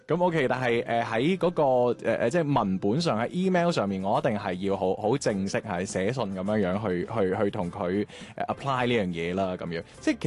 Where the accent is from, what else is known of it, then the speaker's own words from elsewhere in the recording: Guangzhou, Guangdong, China; 我自己作为广州人啦，即系我成日去香港出 trip 啊